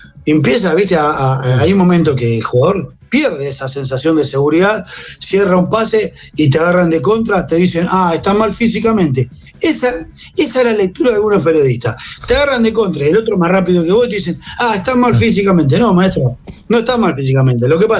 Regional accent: Argentina; porque somos todos argentinos

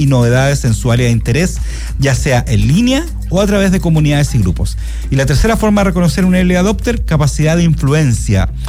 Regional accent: Chile; Nosotros como chilenos, ves que toda la gente

